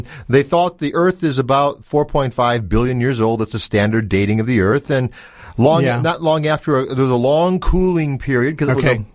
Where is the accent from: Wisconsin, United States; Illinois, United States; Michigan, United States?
Wisconsin, United States; And I come from northern Wisconsin.